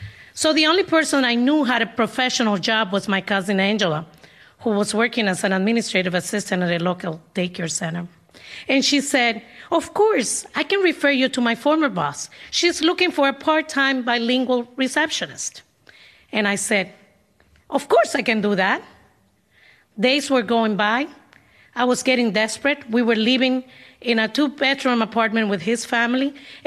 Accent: Dominican Republic; English is a second language; now in Boston, United States

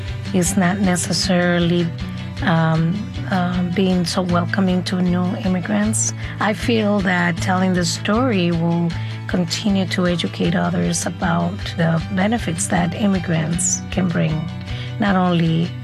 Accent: Dominican Republic; now in Boston, United States; I come to Boston from Dominican Republic with one suitcase. My suitcase was full of books in many dreams, was a very heavy suitcase.

